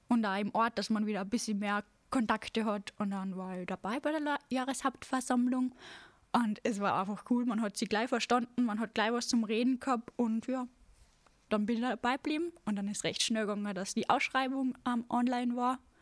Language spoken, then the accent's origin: German; St. Michael im Lungau, Salzburg, Austria; ich komme aus St. Michael im Lungau.